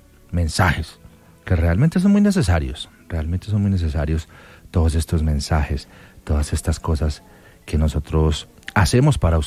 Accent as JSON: {"language": "Spanish", "country": "Colombia", "said": "somos colombianos."}